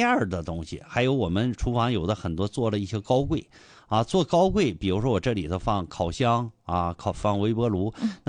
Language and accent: Chinese; China